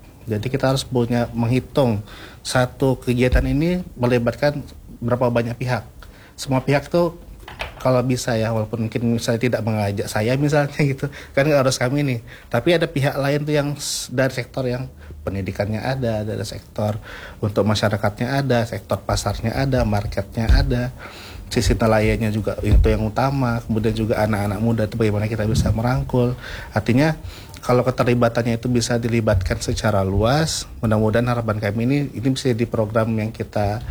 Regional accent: Riau Islands, Indonesia; kita sebagai anak Kepri, kita bangga sebagai nelayan

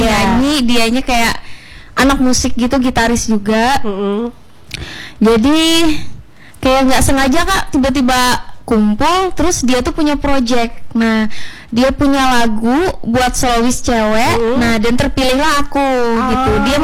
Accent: Palangka Raya, Central Kalimantan, Indonesia; Aku asli Palangkaraya kak.

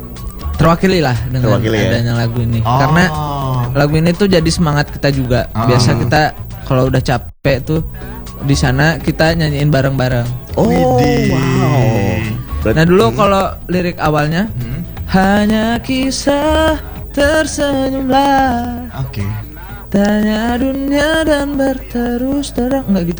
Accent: Takengon, Aceh, Indonesia; Teman-teman tongkrongan yang ada di Takengon, yang di kampungku.

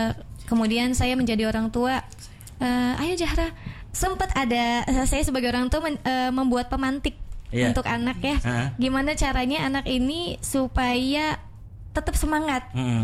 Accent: West Java, Indonesia; Oh, kalau yeah, saya mah orang Sunda.

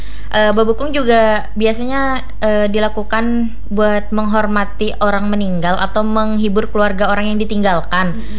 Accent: Central Kalimantan, Indonesia; Nah, kalau aku kan kayak lebih ke daerah Seruyan ya, Kak. Jadi kayaknya agak ada sedikit perbedaan.

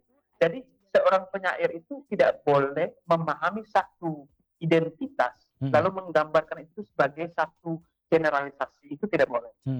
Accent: Kupang, East Nusa Tenggara, Indonesia; kita orang Kupang

